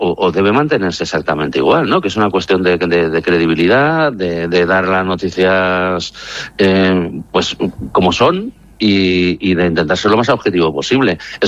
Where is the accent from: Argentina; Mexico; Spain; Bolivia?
Spain; San Sebastián, Basque Country; empecé en San Sebastián, de donde soy, haciendo, o sea, en el Diario Vasco, haciendo prácticas allí y tal